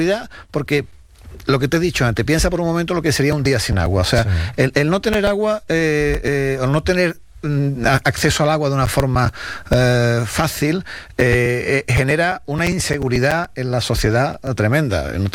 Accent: Spain; a lo mejor en mi tierra aquí o quizás no. Pero sí deberíamos conocer el valor del agua, porque lo que sí hacemos bien los españoles es

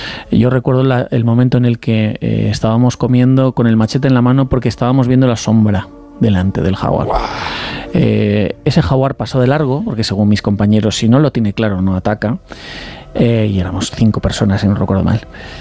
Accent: Spain; yo he tenido esa sensación, imagínate, como español blanquito que llega allí

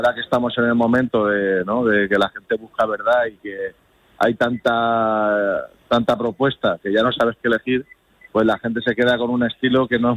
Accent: Castilla-La Mancha, Spain; pueblo y humor muy manchego, que yo creo que en nuestra tierra, pues, se agradece mucho escuchar nuestro acento

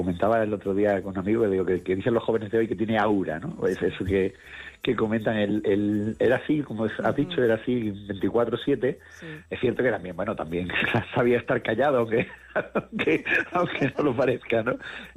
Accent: Cádiz, Andalusia, Spain; No, yo además me crié en Cádiz, con lo cual

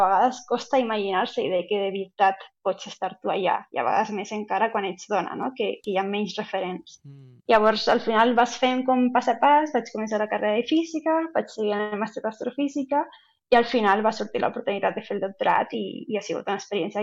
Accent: Lanzarote, Canary Islands, Spain; Catalan is a second language; moved away; jo és que sóc de Canàries, de Lanzarote

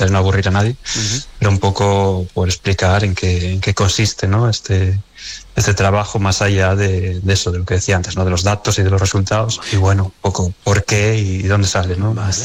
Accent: Gijón, Asturias, Spain; also born or lived in Oviedo / Allande; Me nacieron en Oviedo, pero, pero luego me crié en Gijón y luego, bueno, pasé, como digo, mucho tiempo en Allande.

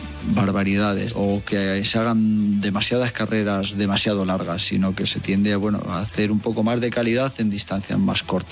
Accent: Béjar, Castile and León, Spain; Yo soy de Béjar, jamón.

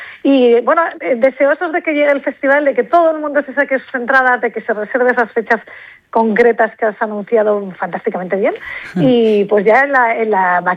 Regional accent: Spain; como españoles, como mediterráneos

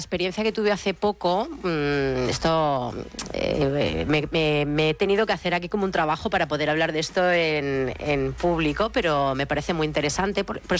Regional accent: Bilbao, Basque Country, Spain; pero yo soy de Bilbao, no podía reculear, ¿sabes?

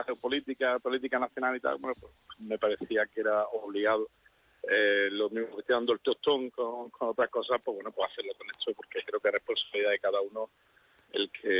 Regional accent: Spain; soy español, que es lo que más me conmueve en este momento.

